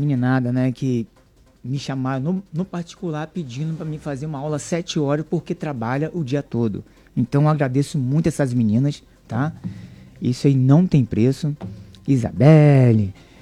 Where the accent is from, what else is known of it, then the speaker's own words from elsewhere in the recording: Campos dos Goytacazes, Rio de Janeiro, Brazil; sou de Campos Goytacazes.